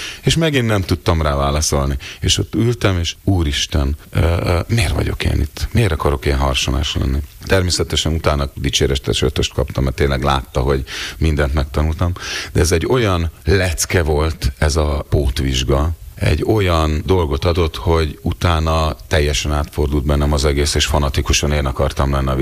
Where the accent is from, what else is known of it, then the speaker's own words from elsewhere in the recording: Budapest, Hungary; born there; Ez azért nem biztos, mert én még Soroksáron születtem